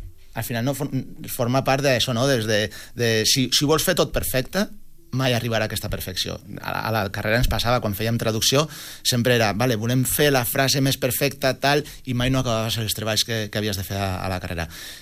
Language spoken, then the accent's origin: Catalan; La Rioja, Spain; Catalan is a second language; moved away as an adult; now in Barcelona, Spain; Vinc de la Rioja, soc d'un poble de la Rioja. Vaig venir aquí a Barcelona per estudiar. Jo tenia clar que volia venir a Barcelona.